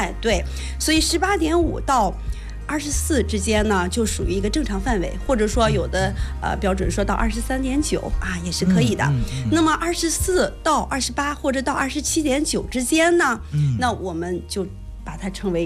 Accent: China

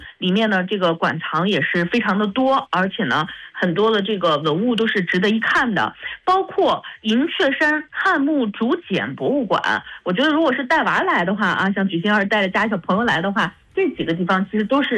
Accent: Linyi, Shandong, China; moved away; 现在呢我就是在我的老家啊，临沂就在沂河边滨河大道附近啊

